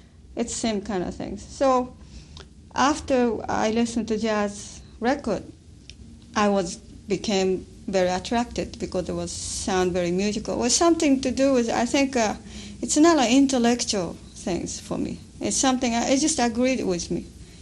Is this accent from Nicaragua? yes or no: no; Japan; also born or lived in Manchuria; I was born in Manchuria, and my parents, we all have to move back to Japan after the World War II because Japan lost the war.